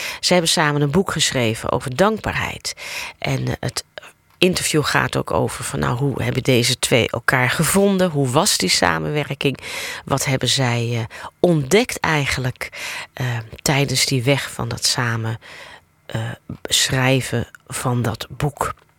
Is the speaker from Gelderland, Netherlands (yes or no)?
no; Amsterdam, North Holland, Netherlands; In en vanuit de Ons Lieve Vrouwenkerk aan de Keizersgracht in Amsterdam. En ja, ik vind dat dan toch ook wel extra leuk als ik het erbij mag vermelden. Want dat is dus eigenlijk mijn, de plek waar ik opgegroeid ben.